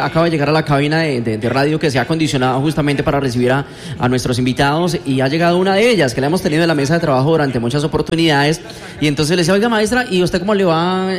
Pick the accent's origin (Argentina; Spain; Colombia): Colombia; La Primavera, Vichada; para nosotros, los primavereños, los primaverenses, quienes venimos en esta tierra hermosa del Curito